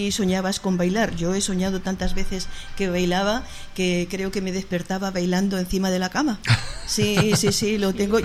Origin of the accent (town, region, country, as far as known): Aragon, Spain